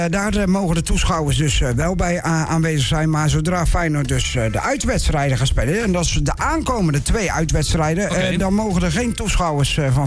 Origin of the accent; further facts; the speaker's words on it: Rotterdam, South Holland, Netherlands; ik ben zelf Rotterdammer.